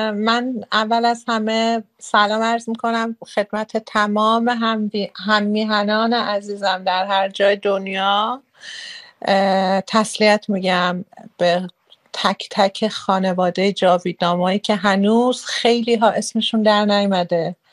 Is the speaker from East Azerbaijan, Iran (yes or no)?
no; Rasht, Gilan, Iran; من بچه رشتم وسط خیابون عطافرین